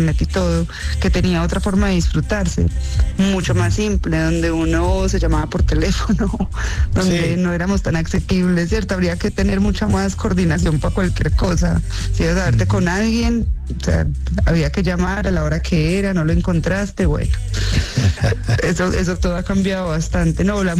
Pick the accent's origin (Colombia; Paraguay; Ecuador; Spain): Colombia; Antioquia; cuando me dicen qué es lo que a mí me identifica como paisa, para mí es la resiliencia. Yo pienso que como colombiana y como país es la resiliencia.